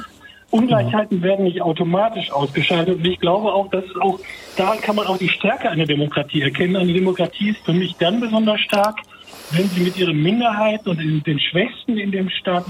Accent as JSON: {"language": "German", "town": "Gladbeck", "region": "North Rhine-Westphalia", "country": "Germany", "tie": "born or raised there", "said": "Rats- und Kreisverkehrsmitglied in meiner Heimatstadt Gladbeck."}